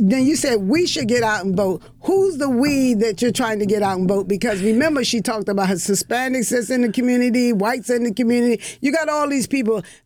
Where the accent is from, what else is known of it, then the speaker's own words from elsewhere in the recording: Baltimore, Maryland, United States; Because I grew up in Baltimore, and I know nothing about The Wire because I did not live in that environment.